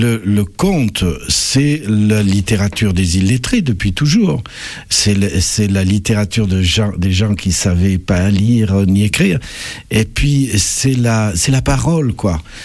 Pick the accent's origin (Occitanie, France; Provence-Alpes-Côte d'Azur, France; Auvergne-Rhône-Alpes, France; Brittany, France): Occitanie, France; Carcassonne; born or raised there; moved away as an adult; also born or lived in Toulouse